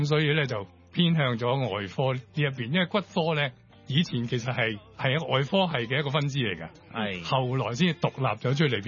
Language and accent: Cantonese; Hong Kong; 我喺長洲長大㗎。